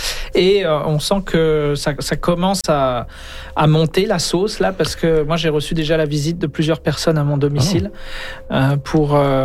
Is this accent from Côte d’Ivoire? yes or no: no; France; now in Prince Edward Island, Canada; moi là d'où je viens en France